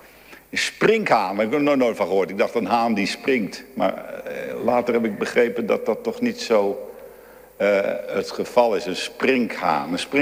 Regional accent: Amsterdam, North Holland, Netherlands; ik ben een Amsterdamse jongen. En in de stad wonend

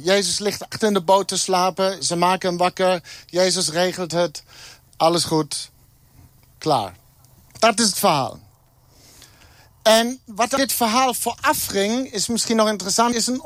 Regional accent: Germany; Dutch is a second language; moved away as an adult; now in Netherlands

